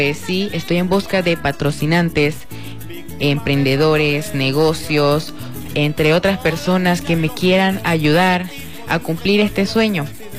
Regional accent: Mucujepe, Mérida, Venezuela; now in El Vigía, Venezuela; tanto como de donde vengo, de Mucujepe, como de aquí del Vigía, el municipio de Alberto Adriani

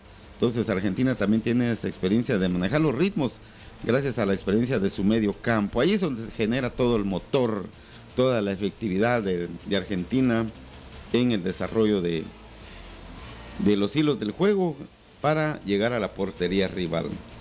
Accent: Guatemala; Lamentablemente se nos vedó esa oportunidad como aficionados, como guatemaltecos.

